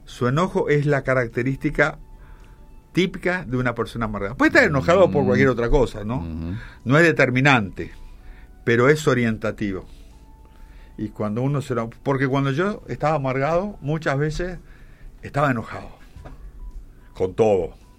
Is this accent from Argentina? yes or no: yes; Argentina; now in Paraguay; yo no le comenté a la audiencia que lamentablemente yo soy argentino.